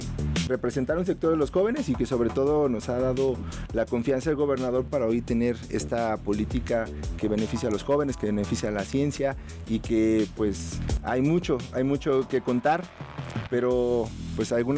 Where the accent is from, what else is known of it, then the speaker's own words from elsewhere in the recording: Atizapán de Zaragoza, State of Mexico, Mexico; born there; now in Zacatecas, Mexico; Nací en el Estado de México, en un municipio de Atizapán de Zaragoza, y que pues hoy también ya puedo decir que soy de Zacatecas.